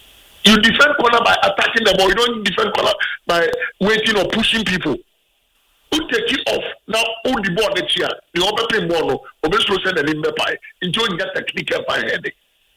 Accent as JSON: {"language": "English", "country": "Ghana", "said": "as a Ghanaian"}